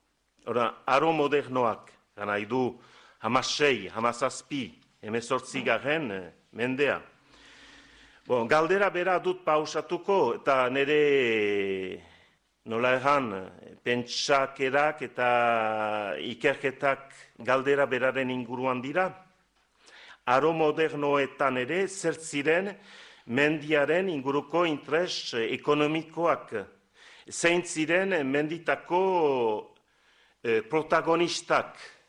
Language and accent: Basque; Estérençuby, Nouvelle-Aquitaine, France; Bon, ni Estrentzubikoa naiz, eta badakit gure herrian, laborarien artean